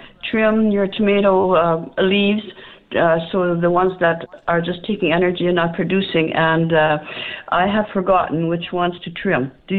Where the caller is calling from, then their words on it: Winkler, Manitoba, Canada; I'm calling from Winkler.